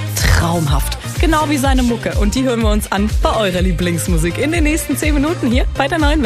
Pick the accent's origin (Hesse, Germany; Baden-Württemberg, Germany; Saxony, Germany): Saxony, Germany; Dresden; moved away; Ich komme ja ursprünglich aus Dresden, das ist meine Heimat